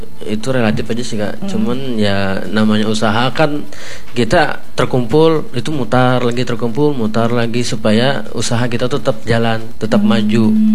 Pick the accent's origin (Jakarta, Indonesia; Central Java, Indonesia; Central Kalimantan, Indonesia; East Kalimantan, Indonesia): Central Kalimantan, Indonesia; Palangka Raya; born there; Nah, itu saya lahirnya di Palangka. Jadi keturunan Banjar, keturunan Dayak tuh enggak ada sebenarnya.